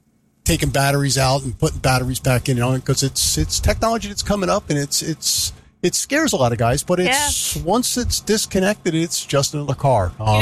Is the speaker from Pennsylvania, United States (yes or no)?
yes; Philadelphia, Pennsylvania, United States; now in Florida, United States; I'm from Philly, so in theory, this doesn't bother me, but I don't know. Maybe I've been in Florida too long.